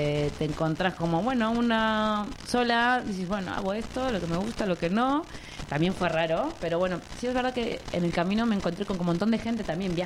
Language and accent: Spanish; Buenos Aires Province, Argentina; born there; moved away; yo soy de provincia de Buenos Aires.